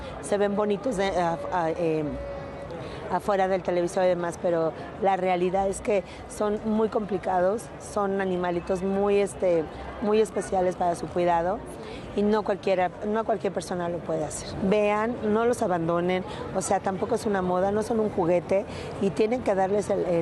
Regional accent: Mexico; que conozcan esta parte de México, que conozcan cómo somos los mexicanos, cómo es la familia, que es un núcleo muy bonito, lleno de amor, y que somos gente trabajadora.

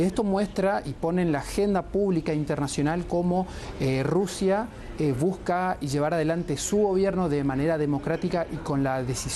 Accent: Argentina; por lo menos yo que vengo desde Argentina

